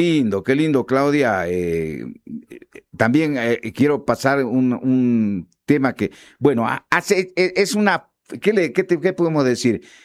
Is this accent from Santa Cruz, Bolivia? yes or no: no; Villamontes, Tarija, Bolivia; Yo soy de Villamontes, sí.